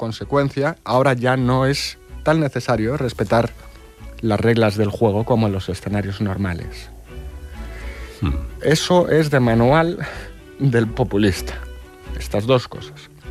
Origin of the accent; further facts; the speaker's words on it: Spain; los españoles nos partimos la cara